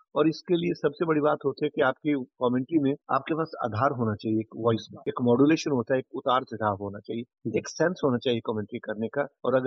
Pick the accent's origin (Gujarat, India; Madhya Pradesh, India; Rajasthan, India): Rajasthan, India; Sri Ganganagar; moved away; मैं श्री गंगानगर राजस्थान का रहने वाला हूँ, मैं हिंदी मीडियम में पढ़ा हूँ